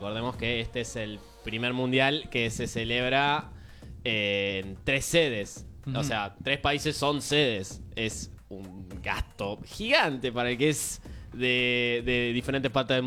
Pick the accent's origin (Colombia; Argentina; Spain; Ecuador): Argentina; Somos argentinos. Somos argentinos.